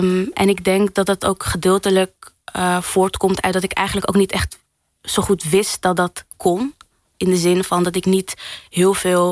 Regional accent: Morocco; En dat heeft ook wel echt een beetje te maken met de Marokkaanse cultuur waar ik vandaan kom, waarin er heel veel gedaan wordt aan verhalen vertellen.

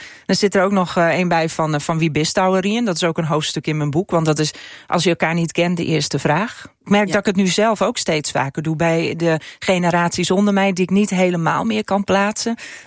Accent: Friesland, Netherlands; accent: Frisian; first language Frisian; Dutch is a second language; now in Ameland, Netherlands; Maar Fries is mijn moedertaal. Toen ik naar Ameland ben verhuisd, binnen no time was ik gewoon... Het Amelands had ik eigen gemaakt.

